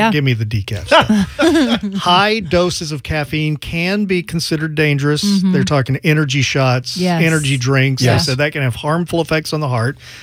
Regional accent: Louisiana, United States; I'm from Louisiana. Yeah. Sometimes we did have to chew.

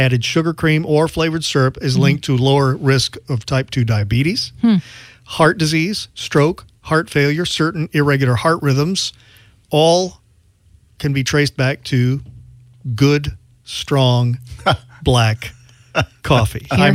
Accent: Louisiana, United States; I'm from Louisiana.

